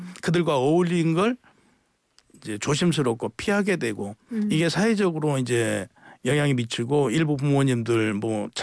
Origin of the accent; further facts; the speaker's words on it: Namwon, North Jeolla, South Korea; 제 고향이 이제 남원인데